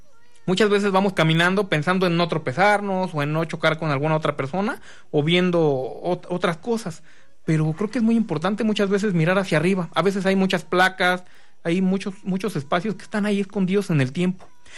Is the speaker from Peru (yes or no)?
no; Mexico; como mexicano pues conozcamos nuestra historia.